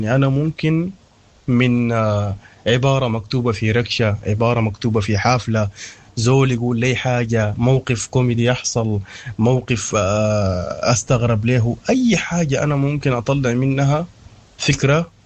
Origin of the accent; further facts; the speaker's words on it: Sudan; أنا رابر سوداني.